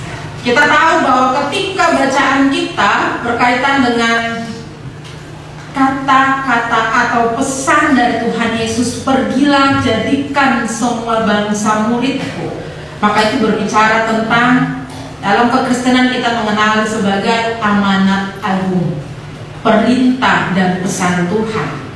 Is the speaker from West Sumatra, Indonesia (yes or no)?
no; North Maluku, Indonesia; born there; moved away as an adult; now in Yogyakarta, Indonesia; Saya aslinya dari Maluku Utara.